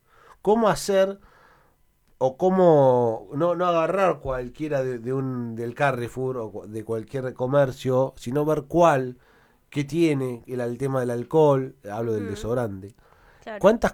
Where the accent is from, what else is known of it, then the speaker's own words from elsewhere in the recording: Argentina; Porque soy argentino.